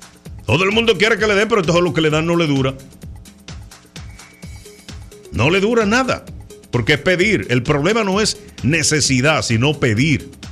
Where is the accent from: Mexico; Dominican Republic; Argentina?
Dominican Republic